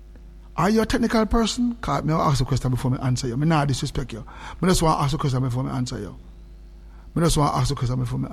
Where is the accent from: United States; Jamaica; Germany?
Jamaica; we as Jamaican Christian.